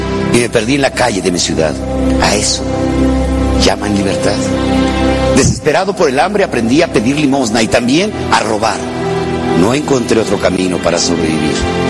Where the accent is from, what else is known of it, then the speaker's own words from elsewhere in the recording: Mexico; Yo no soy de México, yo soy México.